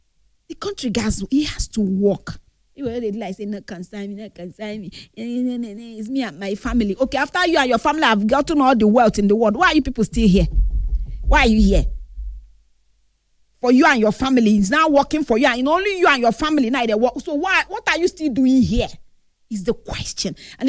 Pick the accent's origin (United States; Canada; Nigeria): Nigeria; just because I'm Nigerian. God forbid that me being a part of this nation be a curse on me.